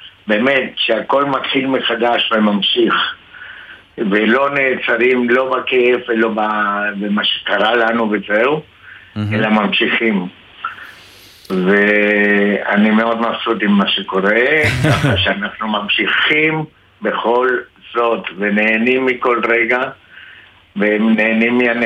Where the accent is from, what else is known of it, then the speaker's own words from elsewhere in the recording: Urim, Southern District, Israel; אני מקיבוץ אורים.